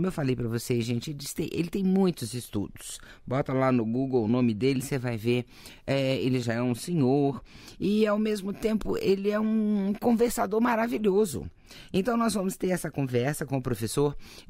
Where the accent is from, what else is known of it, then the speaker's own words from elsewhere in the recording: Brasília, Federal District, Brazil; born there; also born or lived in Rondônia; Eu digo assim, gente, que quando eu nasci aqui em Brasília, né, Brasília era só o barro vermelho. As emas botava a careta dentro da janela da minha casa, assim, né? Aí depois eu fui pra Rondônia